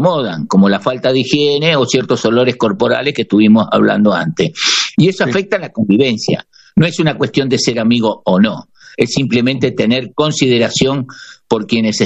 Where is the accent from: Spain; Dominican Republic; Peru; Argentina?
Argentina; De lo que somos los argentinos